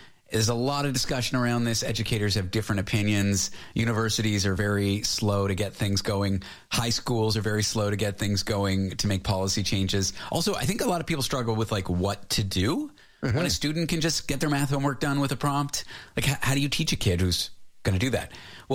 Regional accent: Canada; I'm a Canadian citizen, so everyone in the UK is probably in line for the crown before me.

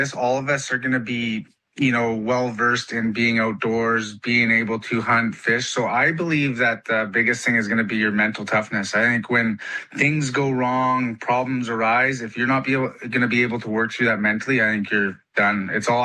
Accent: British Columbia, Canada; growing up in Canada and in northern British Columbia, like I've seen the cold temperatures, I've camped in them, I've hunted in them.

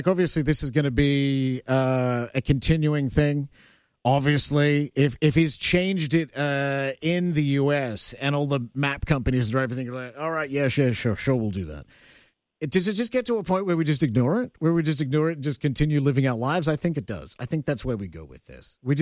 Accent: Canada; It's like, hey, I'm a Canadian guy. This is a Canadian song.

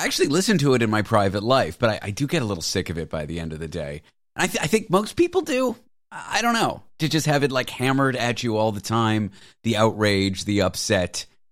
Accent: Canada; now in United States; The show airs in Canada. I'm Canadian.

